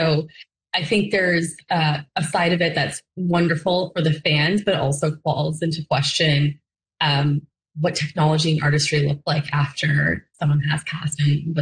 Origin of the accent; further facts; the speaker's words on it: Brampton, Ontario, Canada; I growing up in Brampton